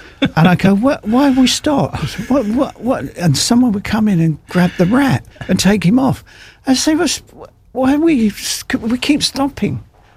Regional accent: Ireland; It's set in Ireland. And then I'm walking around talking to myself. And I'm Irish, you know.

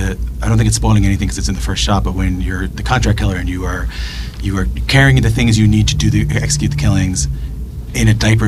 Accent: Ireland; you know, I'm Irish Catholic, it was hard.

